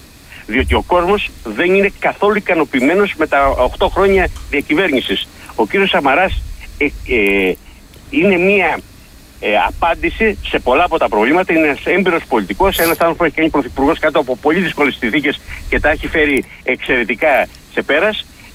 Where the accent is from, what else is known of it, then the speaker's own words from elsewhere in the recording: Eastern Macedonia and Thrace, Greece; Και την κοινή μας πατρίδα, τη Θράκη.